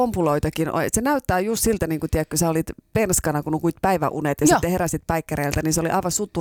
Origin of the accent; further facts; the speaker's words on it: Raahe, North Ostrobothnia, Finland; meillä Raahessa